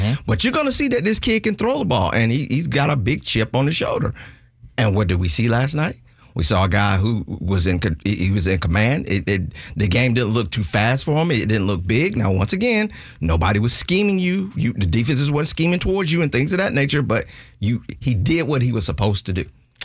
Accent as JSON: {"language": "English", "region": "Georgia", "country": "United States", "said": "I'm from Georgia."}